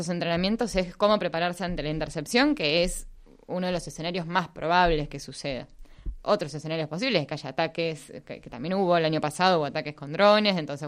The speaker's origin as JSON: {"language": "Spanish", "town": "Mar del Plata", "region": "Buenos Aires Province", "country": "Argentina", "tie": "born there", "said": "yo nací en Mar del Plata, con el mar tengo."}